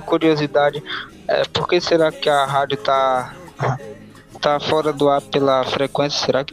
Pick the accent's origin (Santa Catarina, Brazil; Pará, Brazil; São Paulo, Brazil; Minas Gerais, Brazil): Pará, Brazil; Barcarena; Eu sou aqui de Barcarena, no estado do Pará.